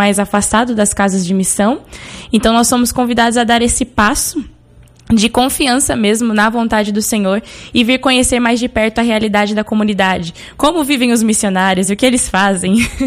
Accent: Jundiaí, São Paulo, Brazil; Sou daqui próximo, sou do estado de São Paulo, sou da cidade de Jundiaí, a terra da uva.

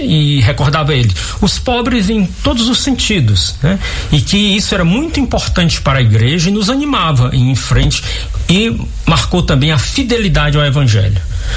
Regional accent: Brazil; particularmente eu que venho do Brasil

